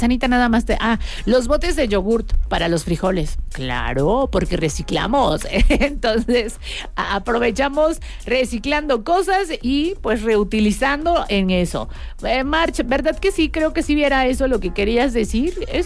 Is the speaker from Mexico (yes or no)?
yes; Mexico; Como buen mexicano, ¿qué otra cosa podríamos guardar y que dice, sabes qué? Esto no puede faltar.